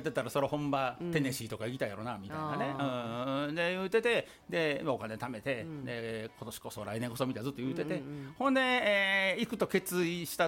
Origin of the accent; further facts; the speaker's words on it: Osaka, Japan; で地元の大阪のね、はい、まあ、そういうちょっとこうあのなんていうか下町なところに